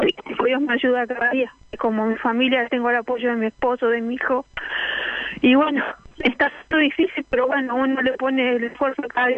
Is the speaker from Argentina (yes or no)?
yes; Neuquén, Argentina; No, viví en Neuquén Capital. Soy neuquina de corazón.